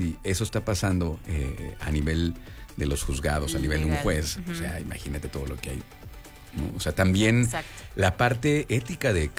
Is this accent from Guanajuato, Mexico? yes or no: yes; Irapuato, Guanajuato, Mexico; moved away; Ya anda Nancy Salazar allá en mi tierra.